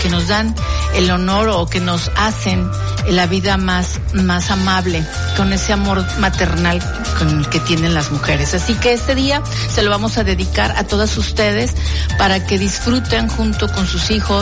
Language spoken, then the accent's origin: Spanish; Mexico; Claro, y como nuestros dichos mexicanos